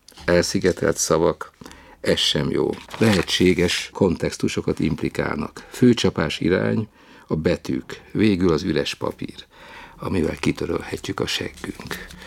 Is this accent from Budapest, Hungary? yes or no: yes; Budapest, Hungary; Ugye Szőcs Géza Kolozsváron, én Budapesten nőttünk föl